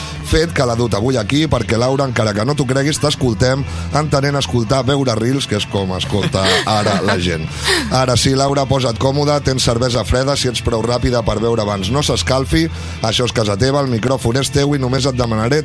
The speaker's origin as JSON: {"language": "Catalan", "region": "Catalonia", "country": "Spain", "said": "Per sort sóc català"}